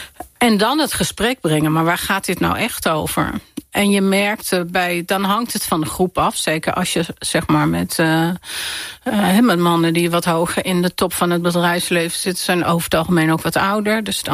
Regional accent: Amsterdam, North Holland, Netherlands; born or raised there

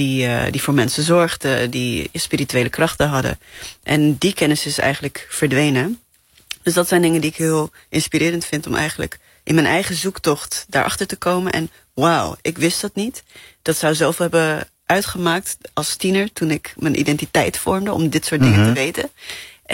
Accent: Namibia; now in Netherlands; ik uit Namibië kom, waar we tot 1990 in het apartheidssysteem hebben geleefd. Dus ik ben ook opgegroeid in het idee, of nou ja, in het gedachtegoed van, hoe vechten we tegen onrecht?

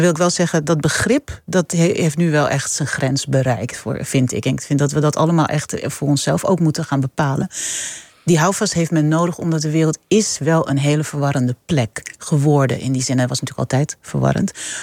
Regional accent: Netherlands

